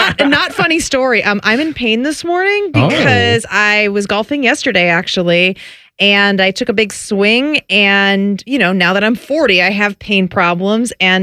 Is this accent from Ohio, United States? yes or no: yes; Cleveland, Ohio, United States; born or raised there